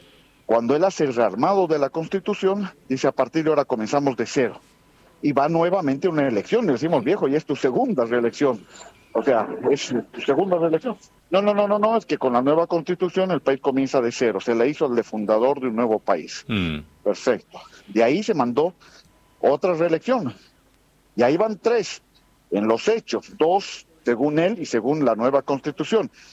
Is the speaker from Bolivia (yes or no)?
yes; Bolivia